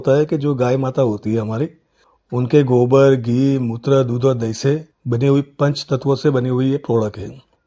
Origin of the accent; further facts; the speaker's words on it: Gujarat, India; moved away as an adult; now in Uttar Pradesh, India; और मैं गुजरात का रहने वाला हूँ।